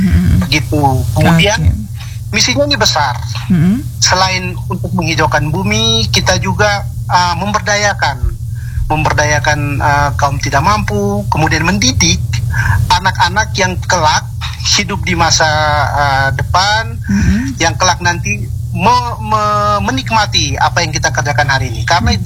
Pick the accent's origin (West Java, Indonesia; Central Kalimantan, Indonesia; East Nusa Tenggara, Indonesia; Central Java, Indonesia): East Nusa Tenggara, Indonesia; Flores; kita orang Flores